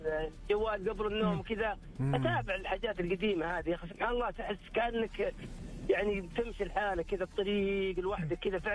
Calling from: Riyadh, Riyadh Province, Saudi Arabia; من الرياض طال عمرك

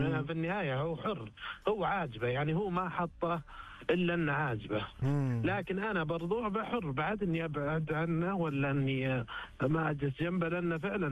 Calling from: Riyadh, Riyadh Province, Saudi Arabia; من الرياض.

